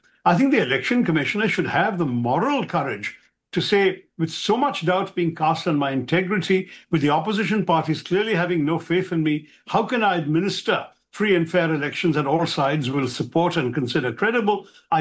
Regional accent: India; I, too, as an Indian

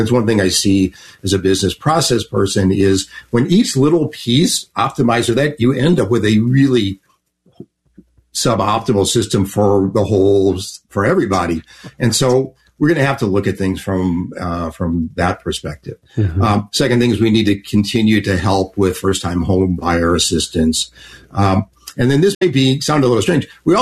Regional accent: Chicago, Illinois, United States; now in Lakeville, United States; I grew up in Chicago and I'm used to the whole L system

